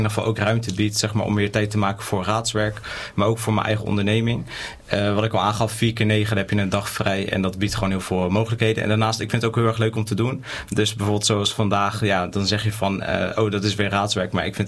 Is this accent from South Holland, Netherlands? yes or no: yes; Gouda, South Holland, Netherlands; also born or lived in Rotterdam; Ik ben officieel geboren in Rotterdam. Ik woon hier wel heel mijn leven. Ik heb op de basisschool gezeten in de Triangel. Daarna ben ik naar de Goudse Waarden gegaan, ook in Gouda.